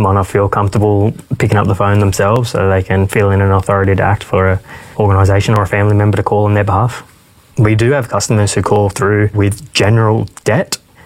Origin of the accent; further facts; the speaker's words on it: Sydney, New South Wales, Australia; I'm a proud Wiradjuri man. My family's from Cowra, but I was born and raised in Western Sydney.